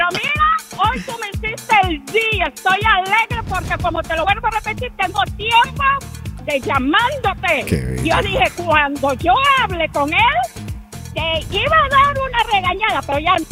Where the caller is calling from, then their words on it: New York City, New York, United States; yo soy de Brooklyn.